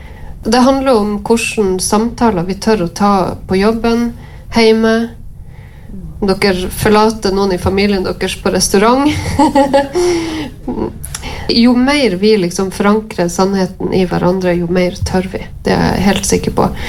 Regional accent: Palestine; hvor de er fra, og hun forteller at vi er fra Palestina.

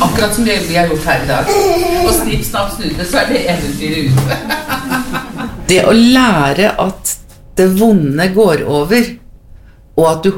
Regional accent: Heggedal, Akershus, Norway; born there; fire- og femåring foran radioapparatet hjemme på Heggedal.

